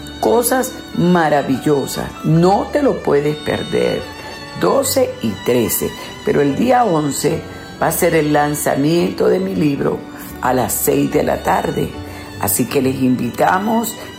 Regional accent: Venezuela

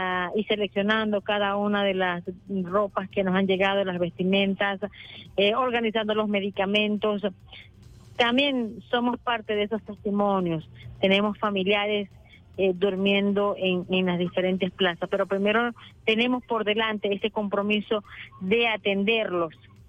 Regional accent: Venezuela; Y para nosotros ha sido un alivio, no solamente como venezolanos, sino como indígenas afectados ante esta situación.

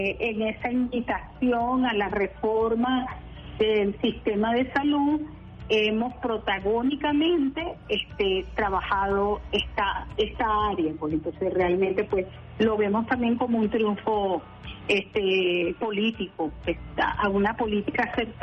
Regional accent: Venezuela; Como venezolana, como guayú, como indígena, ahora asumir el viceministerio

